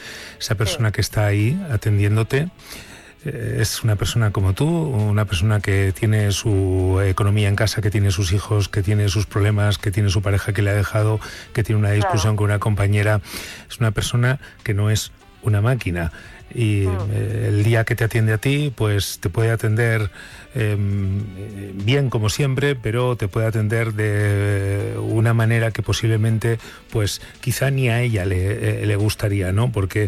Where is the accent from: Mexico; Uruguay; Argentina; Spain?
Spain; Burgos, Castile and León; cuando volvía de Burgos, yo soy de Burgos, y en Navidad volvía después de pasar los días de Navidad con mis padres